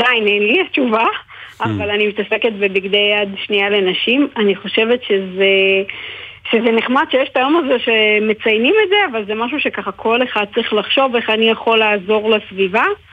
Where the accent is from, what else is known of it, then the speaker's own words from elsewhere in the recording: Northern District, Israel; באזור הצפון ממנו אני באה